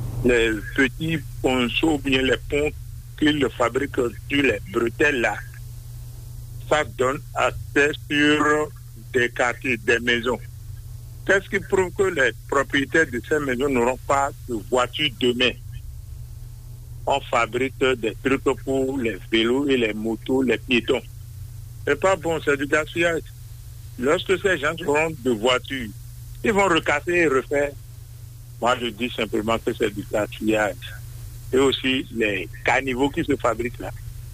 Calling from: Adjohoun, Ouémé, Benin; Depuis la commune d'Adjoun.

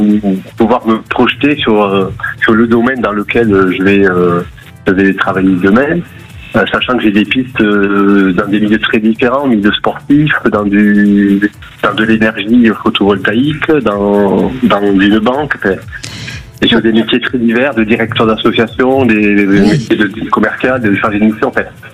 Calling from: Argelès-sur-Mer, Occitanie, France; j'appelle d'Argelès-sur-Mer.

